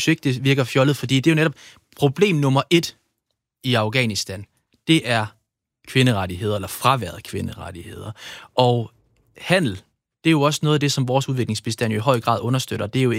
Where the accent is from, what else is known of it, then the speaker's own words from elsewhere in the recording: Jutland, Denmark; Jeg er fra Jylland.